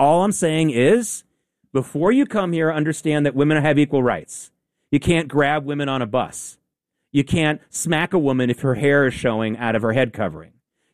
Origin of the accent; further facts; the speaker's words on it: the South, United States; I grew up in the South.